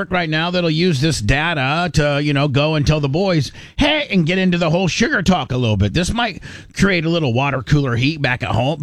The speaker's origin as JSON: {"language": "English", "region": "Indiana", "country": "United States", "tie": "born or raised there", "said": "Especially growing up in Indiana, man."}